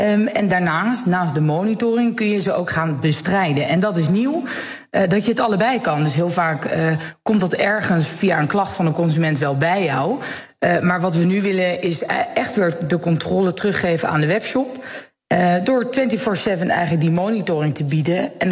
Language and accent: Dutch; Netherlands; wij als Nederlanders